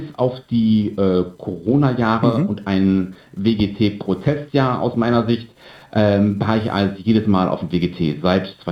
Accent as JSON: {"language": "German", "town": "Mönchengladbach", "region": "North Rhine-Westphalia", "country": "Germany", "said": "denn ich komme aus Mönchengladbach"}